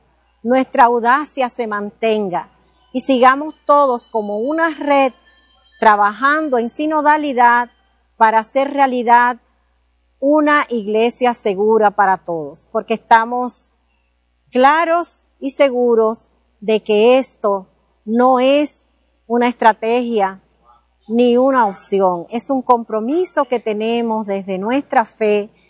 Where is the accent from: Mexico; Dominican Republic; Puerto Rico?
Dominican Republic